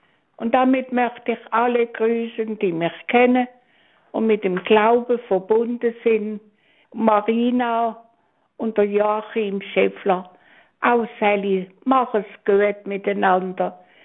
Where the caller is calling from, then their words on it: Wolfenweiler, Baden-Württemberg, Germany; Wolfenweiler, aus dem schönen Markgräflerland.